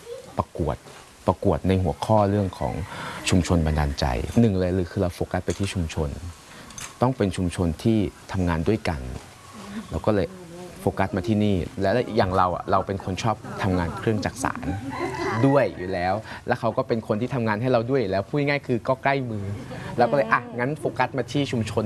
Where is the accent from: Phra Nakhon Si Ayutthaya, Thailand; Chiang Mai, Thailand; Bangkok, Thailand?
Chiang Mai, Thailand; หลักๆเลยตรงนี้คือเอาภายในจังหวัดเชียงใหม่คือเป็นจังหวัดบ้านเกิดของเราเอง